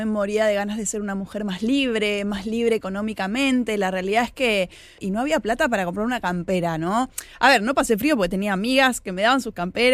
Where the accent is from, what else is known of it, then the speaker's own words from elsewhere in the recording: Oberá, Misiones, Argentina; now in Buenos Aires, Argentina; Yo sí, llegué hace más de 20 años acá. Wow. Hoy soy más de acá que de allá. Soy de Oberá.